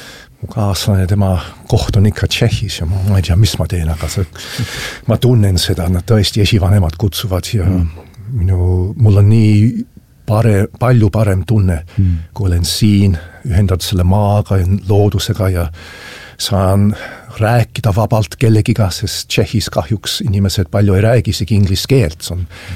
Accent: Adelaide, South Australia, Australia; moved away as an adult; mina sündisin Austraalias ja elasin seal 60 aastat, muidu ema isa olid eestlased, tulid sõja ajal, no peale sõda Austraaliasse ja ma ei ole siin kunagi elanud

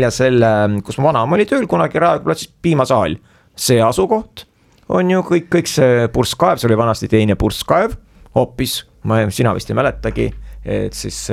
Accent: Viljandi, Viljandi County, Estonia; teie olete Tartu vaim ju, et ma olen Viljandist.

